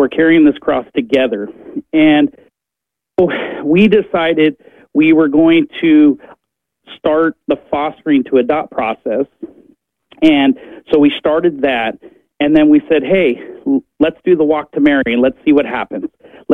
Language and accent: English; Rancho Cucamonga, California, United States; from Rancho Cucamonga.